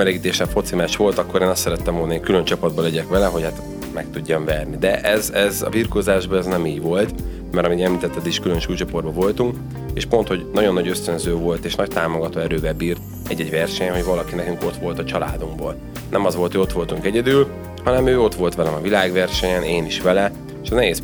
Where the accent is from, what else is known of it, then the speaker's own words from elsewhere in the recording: Ceglédbercel, Pest, Hungary; mi azért lokálpatrióták vagyunk, Cegléd-Bercelről származunk